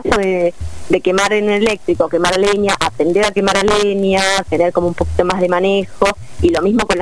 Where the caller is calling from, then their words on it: Gaiman, Chubut, Argentina; nosotros estamos viviendo hace ya casi 14 años en Gaiman, esto es en la costa este de Chubut, en la Patagonia. Esto es a 20 kilómetros de Trelew, a 100 kilómetros de Madryn. Nosotros estamos en una chacra chiquita, una hectárea tenemos